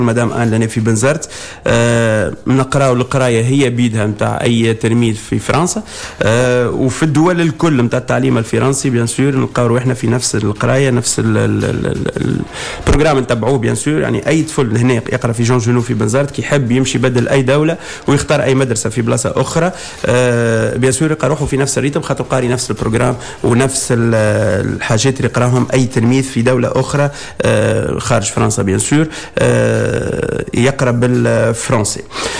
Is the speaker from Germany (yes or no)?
no; Tunisia; Maternelle, chez nous, en Tunisie, c'est à partir de 4 ans.